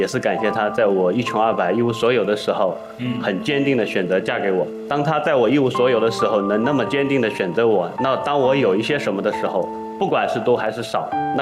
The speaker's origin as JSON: {"language": "Chinese", "town": "Tongling", "region": "Anhui", "country": "China", "tie": "born or raised there", "said": "我呢是1981年出生在我们安徽铜陵的一个农村，我们那个村呢是在长江中间一个小岛，靠南岸的那边，所以它交通就很不方便。"}